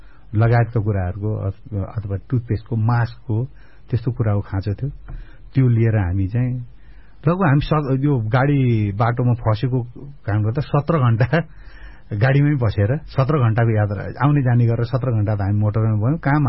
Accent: Bagmati, Nepal; मेरो अब मेरो घर पनि त्यतै हो, त्रिशुलीको तिरमै छ मेरो बहिनीको घर

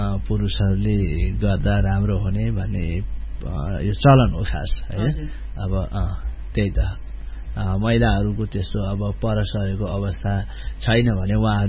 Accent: Gandaki Province, Nepal; born there; now in Pokhara, Nepal; मेरो जन्मस्थान अन्नपूर्ण गाउँपालिका वडा नम्बर 2 सेराचौर हो, मेरो अहिले बसोबास चाहिँ पोखरा महानगरपालिका वडा नम्बर 2 मिरुवामा छ

